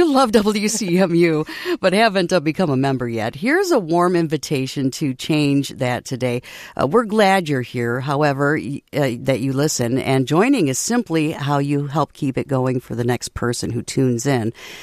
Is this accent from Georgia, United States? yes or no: no; Houghton Lake, Michigan, United States; My hometown, I'll call that out again, Houghton Lake.